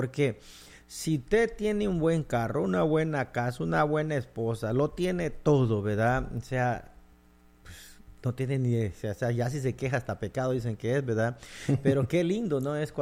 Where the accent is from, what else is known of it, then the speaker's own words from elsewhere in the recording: Honduras; now in Houston, United States; No, sí somos hondureños.